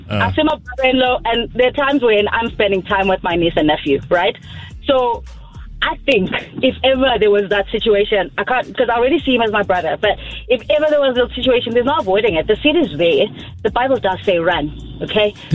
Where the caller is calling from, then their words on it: Hatfield, Gauteng, South Africa; I am driving to work. I'm currently in Hatfield.